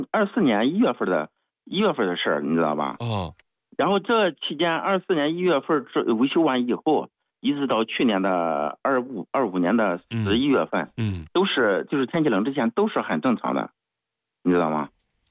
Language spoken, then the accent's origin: Chinese; Shandong, China; 我就是从我们老家到青岛市里，正合适是130多公里吧。